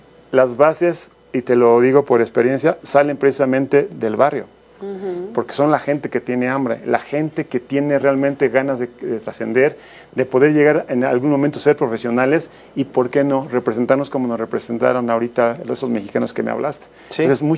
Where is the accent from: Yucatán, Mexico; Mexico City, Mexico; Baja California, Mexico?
Mexico City, Mexico; Magdalena Contreras